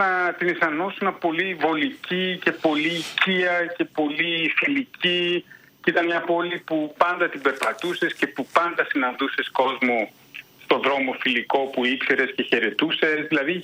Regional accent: Thessaloniki, Central Macedonia, Greece; Όντως μεγάλωσα και γεννήθηκα εδώ, πήγα σχολεία εδώ, στη Θεσσαλονίκη, μεγάλωσα στην περιοχή της ανάληψης.

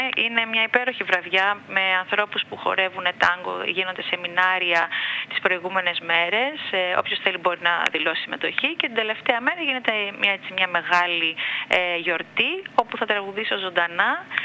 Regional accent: North Aegean, Greece; Και κάνω μία έκκληση κι εγώ ως πολίτης και ως αμνιώτισσα, και που αγαπώ τον τόπο μου

